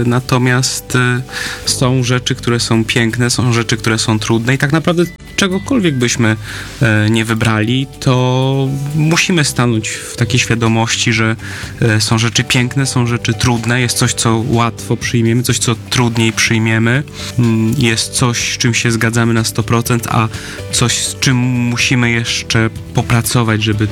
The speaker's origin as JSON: {"language": "Polish", "town": "Recz", "region": "West Pomeranian Voivodeship", "country": "Poland", "tie": "born or raised there", "said": "mojej rodzinnej parafii w Reczu."}